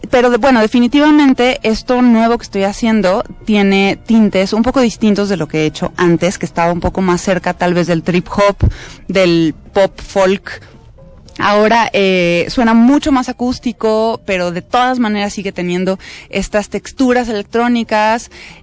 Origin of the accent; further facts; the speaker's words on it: Guadalajara, Jalisco, Mexico; moved away; also born or lived in Mexico City; a pesar de que yo soy de Guadalajara, el sitio donde empecé a componer fue aquí en la Ciudad de México